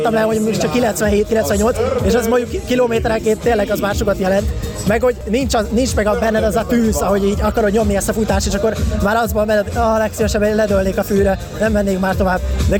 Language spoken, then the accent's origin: Hungarian; Hungary; Szóval örülök, hogy legalább magyarként sikerült behozni ezt a Budapest.